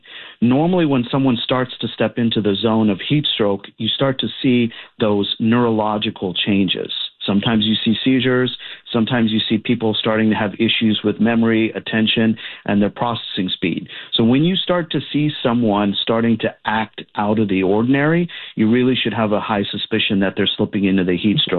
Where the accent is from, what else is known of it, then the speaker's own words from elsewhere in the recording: Arlington, Texas, United States; born there; I was born here in Arlington, Texas, And I still, after 40 plus years, I'm still experiencing discomfort in the summer heat.